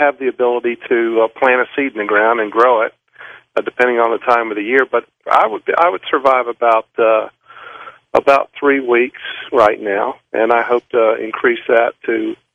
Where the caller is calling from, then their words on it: Georgia, United States; Calling from Georgia.